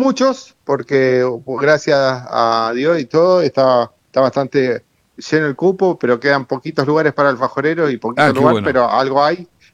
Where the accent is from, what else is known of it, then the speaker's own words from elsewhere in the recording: San Antonio de Areco, Buenos Aires Province, Argentina; moved away as an adult; also born or lived in Villa Lía; now in San Luis del Palmar, Argentina; Yo soy de San Antonio de Areco, estuve viviendo en Villa Lía, pero ahora estoy en Corrientes.